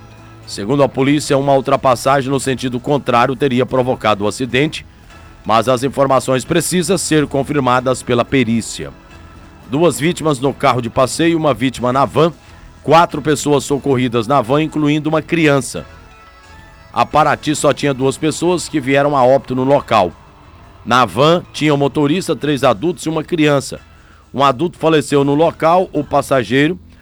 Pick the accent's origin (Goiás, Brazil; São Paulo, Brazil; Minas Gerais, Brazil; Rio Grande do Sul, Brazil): Goiás, Brazil; Eu sou goiana, 59 anos